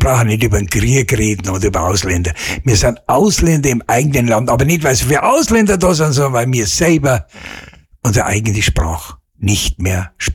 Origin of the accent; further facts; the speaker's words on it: Munich, Bavaria, Germany; am liebsten war mir halt Münchnerisch. Ich bin ja kein Bayer, ich bin ja Münchner.